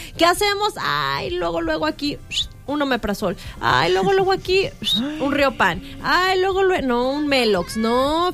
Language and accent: Spanish; Mexico; aquí los mexicanos